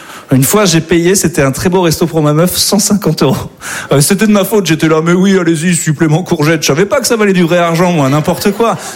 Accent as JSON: {"language": "French", "region": "Auvergne-Rhône-Alpes", "country": "France", "moved": "yes", "said": "moi, je viens d'Auvergne à la base."}